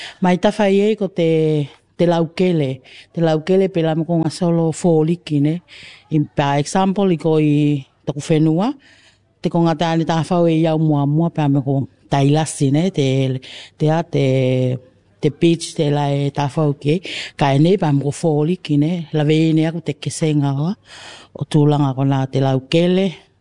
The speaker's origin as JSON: {"language": "English", "town": "Niutao", "country": "Tuvalu", "second_language": "English", "said": "I'm from New Tau Island. I'm working at a Funafuti Lagoon Hotel as an operations supervisor at this moment."}